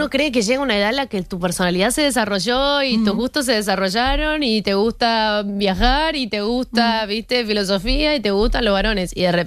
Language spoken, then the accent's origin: Spanish; Argentina; si no las cura el Fernet, como tomamos en mi país